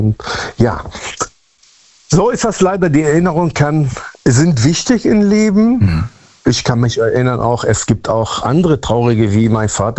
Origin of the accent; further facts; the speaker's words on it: Münster, North Rhine-Westphalia, Germany; Münster-Westfalen. Ich komme aus Münster-Westfalen.